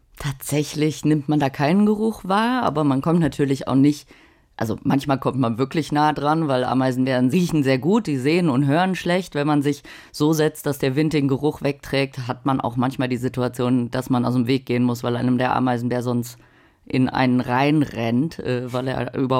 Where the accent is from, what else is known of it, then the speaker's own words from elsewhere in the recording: North Rhine-Westphalia, Germany; now in Brazil; Bei Köln bin ich groß geworden